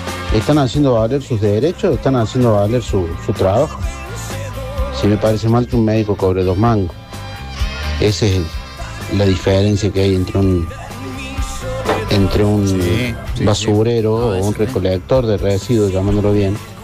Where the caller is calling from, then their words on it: Córdoba, Argentina; Somos muy sucios los cordobeses.